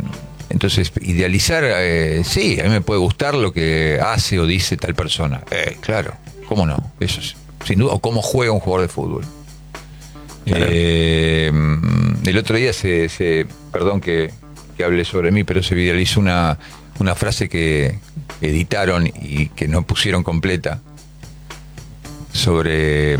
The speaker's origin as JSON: {"language": "Spanish", "town": "Villa Urquiza", "region": "Buenos Aires", "country": "Argentina"}